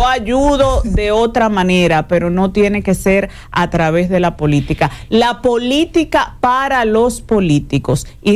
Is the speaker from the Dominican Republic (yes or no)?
yes; Dominican Republic